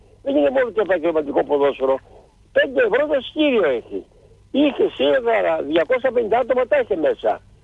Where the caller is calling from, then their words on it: Greece; από Αγίου Δόρους.